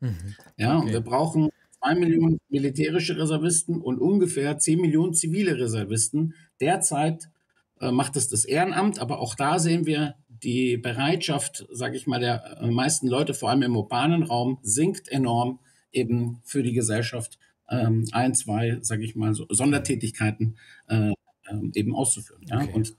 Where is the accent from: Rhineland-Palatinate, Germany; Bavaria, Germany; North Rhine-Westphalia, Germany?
Bavaria, Germany; Munich; Ich bin ein in München geborener Grieche, habe die deutsche Schule absolviert und in München studiert. Ich bin Münchner Kindl, lediglich griechischer Staatsbürger.